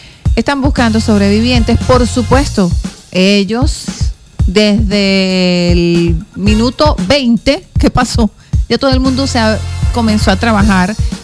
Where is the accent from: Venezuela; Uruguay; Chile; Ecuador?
Venezuela; Porque nosotros como venezolanos somos así.